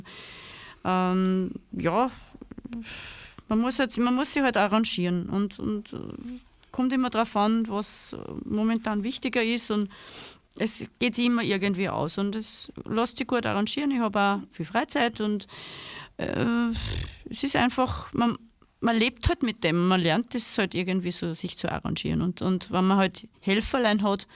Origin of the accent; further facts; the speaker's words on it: St. Valentin, Lower Austria, Austria; Da spiele ich sogar in meiner Heimatstadt in St. Valentin am 12. September in Schloss Weitra.